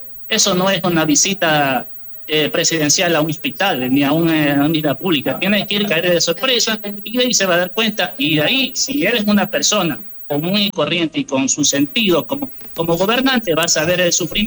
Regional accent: Guayaquil, Guayas, Ecuador; yo soy de acá de Guayaquil.

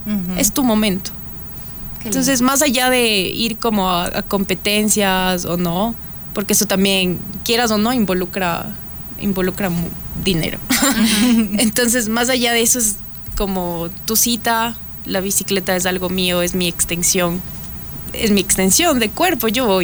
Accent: Puéllaro, Pichincha, Ecuador; Yo soy de Puellar.

